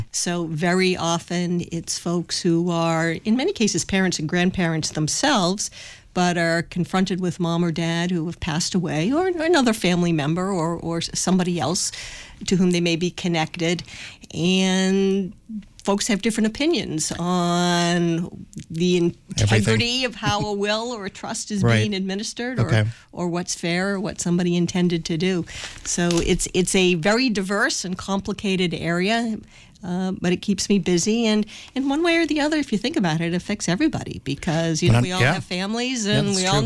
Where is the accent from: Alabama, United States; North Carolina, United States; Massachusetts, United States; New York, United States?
Massachusetts, United States; Framingham; born or raised there